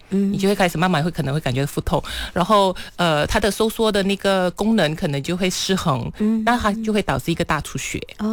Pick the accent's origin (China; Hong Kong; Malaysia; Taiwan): Malaysia; 我们马来西亚这边其实是比较偏向于南方的习俗，尤其是广东那一带的